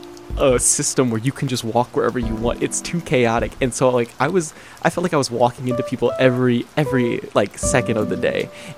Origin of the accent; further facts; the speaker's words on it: United States; I'm from America